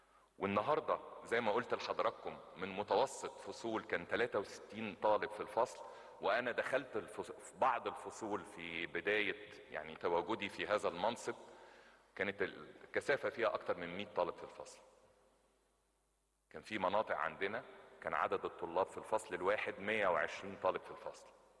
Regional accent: Egypt; كلنا كمصريين

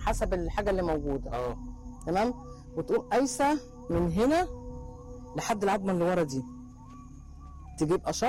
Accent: Egypt; moved away as an adult; انا كنت جاي من مصر ما اعرفش حاجه.

